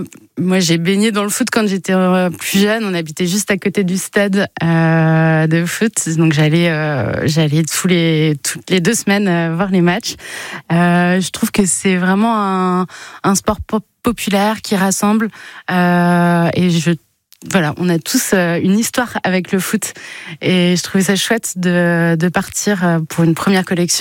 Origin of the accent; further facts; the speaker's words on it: Strasbourg, Grand Est, France; now in Bayonne-Anglet-Biarritz, France; je viens de Strasbourg et chez moi on dit au bab pour dire oh punaise ou waouh c'est trop stylé.